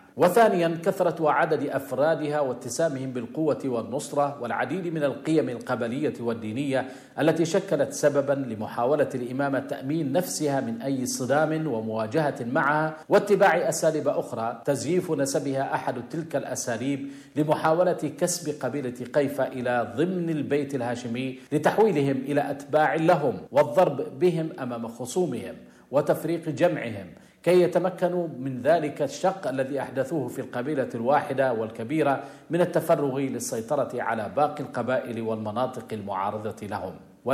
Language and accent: Arabic; Yemen; لنا كيمنيين